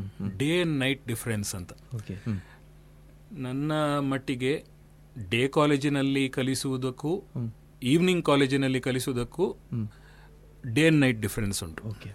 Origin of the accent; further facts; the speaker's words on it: Bengaluru, Karnataka, India; moved away as an adult; now in Mangaluru, India; ನಾನು ಹುಟ್ಟಿದ್ದು ಮಂಗಳೂರಲ್ಲಿ. 3 ತಿಂಗಳು ಮಗು ಇರುವಾಗ ನನ್ನನ್ನು ಬೆಂಗಳೂರಿಗೆ ಕರ್ಕೊಂಡು ಹೋದ್ರು ನನ್ನ ತಂದೆ ತಾಯಿ. ಅವರಿಬ್ಬರು ಅಲ್ಲಿ ಕೆಲಸ ಮಾಡ್ತಿದ್ರು. ಅದರಿಂದ ನನ್ನ ಇಡೀ ವಿದ್ಯಾಭ್ಯಾಸ ಬೆಂಗಳೂರಿನಲ್ಲಿ ಆಯ್ತು.